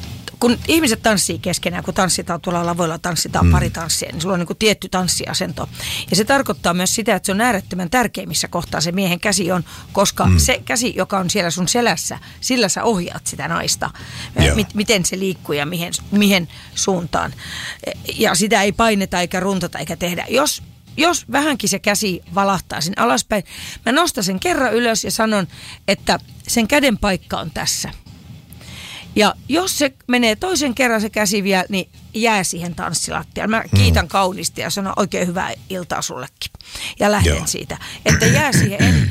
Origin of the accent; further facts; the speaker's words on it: Lieto, Southwest Finland, Finland; mä oon Liedosta, mä oon äiti, mä oon täys juntti, mä oon täys boomeri